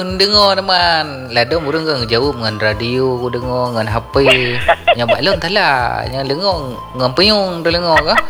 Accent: Banda Aceh, Aceh, Indonesia; Saya dari Bandar Aceh.

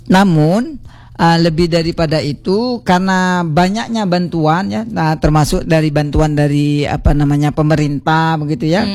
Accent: Bangka Belitung Islands, Indonesia; saya ini asli Kenanga

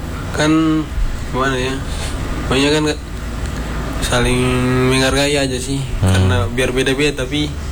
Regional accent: Tanimbar, Maluku, Indonesia; Suku Tanimbar.

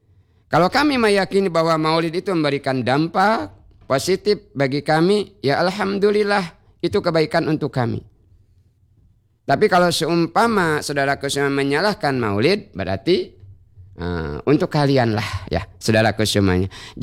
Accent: Bangka Belitung Islands, Indonesia; kata kita orang Bangka

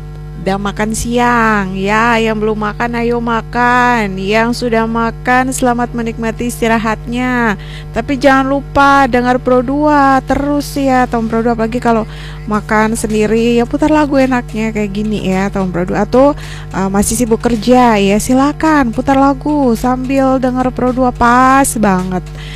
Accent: Ambon, Maluku, Indonesia; kita sebagai orang Ambon.

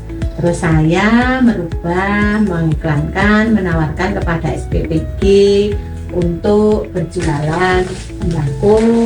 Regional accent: Lemak Ijo, Indonesia; saya dari Lemak Ijo, Kecamatan Karanglopo.

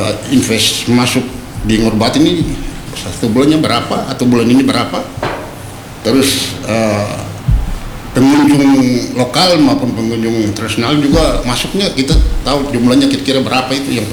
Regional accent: Maluku, Indonesia; kita orang Ngop sendiri

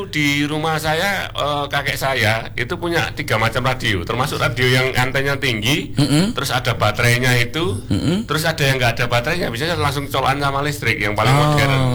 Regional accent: Mojokerto, East Java, Indonesia; born there; Saya lupa cerita tentang apa, kepada RRI di Mojokerto. Saya kelahiran Mojokerto.

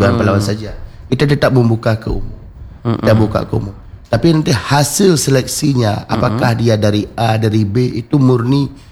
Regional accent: Aceh, Indonesia; kita Aceh juga terdampak bencana.

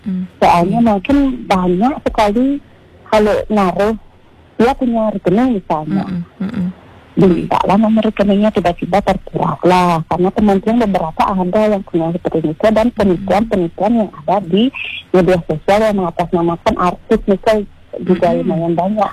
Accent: Gianyar, Bali, Indonesia; Nah, kebetulan kita dari Gianyar.

